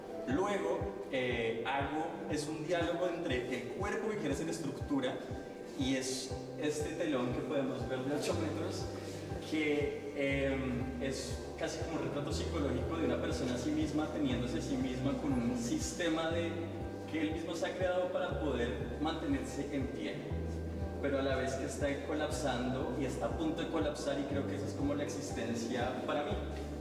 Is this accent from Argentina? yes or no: no; Bogotá, Colombia; soy de Bogotá, Colombia.